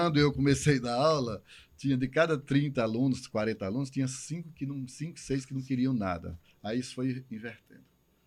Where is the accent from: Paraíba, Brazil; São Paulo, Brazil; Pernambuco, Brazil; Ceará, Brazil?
Ceará, Brazil; accent: Cariri accent, Pernambucan-like; moved away as an adult; also born or lived in Brasília; eu sou do interior do Ceará.